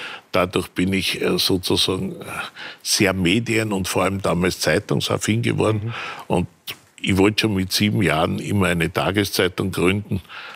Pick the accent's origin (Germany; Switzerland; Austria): Austria; Salzburg; also born or lived in Vienna; Ich war ja Salzburger